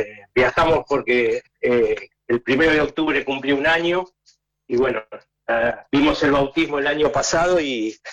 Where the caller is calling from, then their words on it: Avellaneda, Buenos Aires Province, Argentina; Yo soy de Avellaneda.